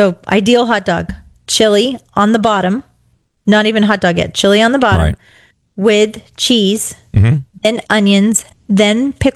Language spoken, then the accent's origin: English; Texas, United States; also born or lived in Florida; My Texanhood trumps my Americanism.